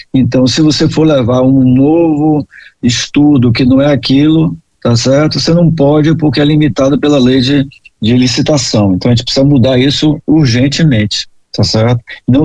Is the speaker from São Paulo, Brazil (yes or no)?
no; Bahia, Brazil